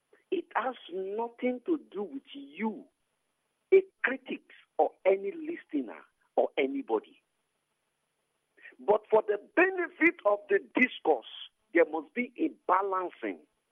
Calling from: Port Harcourt, Rivers, Nigeria; I'm calling you from Port Harcourt.

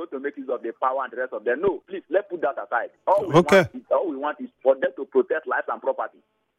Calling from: Port Harcourt, Rivers, Nigeria; I'm calling you from Port Harcourt.

